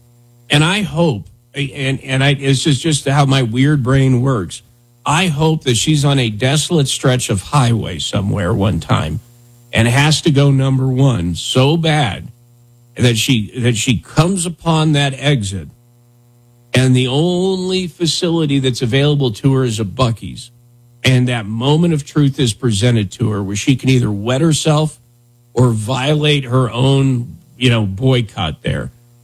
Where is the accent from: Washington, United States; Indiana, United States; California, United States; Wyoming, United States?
Wyoming, United States; growing up in Wyoming